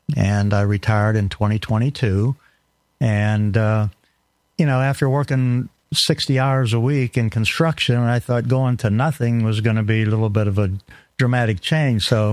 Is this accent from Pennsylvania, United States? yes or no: yes; Pennsylvania, United States; moved away; I grew up in Pennsylvania, west central PA in the mountains.